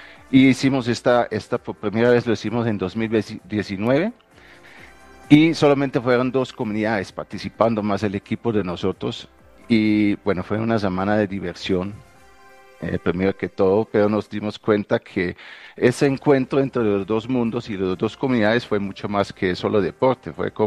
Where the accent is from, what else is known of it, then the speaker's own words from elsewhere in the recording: Netherlands; Spanish is a second language; now in Colombia; Yo llevo 22 años en Colombia, originalmente soy de Holanda.